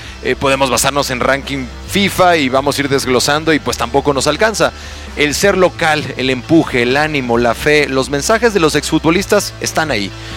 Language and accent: Spanish; Mexico; Yo creo que lo más importante como mexicanos es que pues caigan los goles